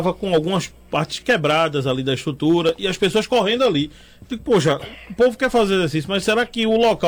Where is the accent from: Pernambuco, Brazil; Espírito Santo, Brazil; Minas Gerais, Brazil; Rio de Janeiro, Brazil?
Pernambuco, Brazil; Olinda; eu sou de Olinda, né? Tô morando no Jango, mas sou de Olinda.